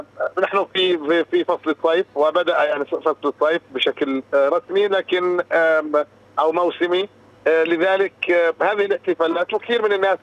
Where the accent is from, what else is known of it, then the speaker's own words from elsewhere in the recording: Palestine; في مجتمعنا الفلسطيني